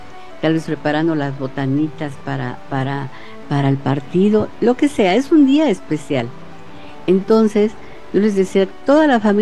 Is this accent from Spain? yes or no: no; Mexico; México es México, nuestra raíz, nuestra patria.